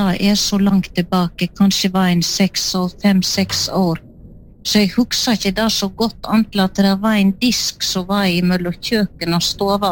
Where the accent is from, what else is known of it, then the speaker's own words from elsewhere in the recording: Skjolden, Vestland, Norway; moved away; Jeg vokste opp på Skjolden, på en plass som heter Elvetun, og foreldrene mine de drev inn et pensjonat